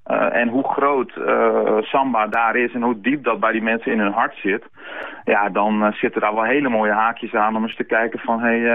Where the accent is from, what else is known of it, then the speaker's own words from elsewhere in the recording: Netherlands; dat wij als Hollanders zeg maar dat bij het Oranje gevoel konden integreren.